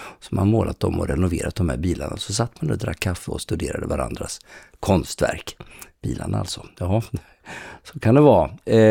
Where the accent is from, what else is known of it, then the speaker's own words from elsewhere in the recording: Alingsås, Västra Götaland County, Sweden; I Alingsås där jag kommer ifrån, där körde Sten.